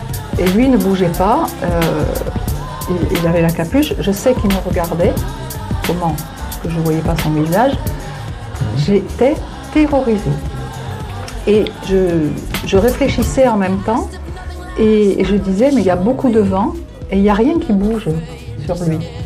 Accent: Calvi, Corsica, France; donc pour situer, donc je suis corse et on habitait à Calvi.

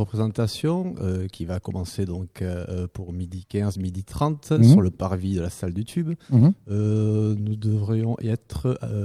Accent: Saint-Vincent-de-Tyrosse, Nouvelle-Aquitaine, France; also born or lived in Bayonne / Seignosse; je suis né à Bayonne, mais j'étais de Saint-Vincent-Tyrosse et j'ai habité Seignos quelques années.

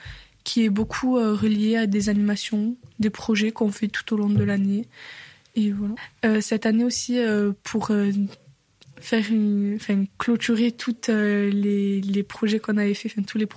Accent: Millau, Occitanie, France; born there; J'ai 18 ans, je suis née en Aveyron, à Millau. J'ai grandi dans un milieu rural.

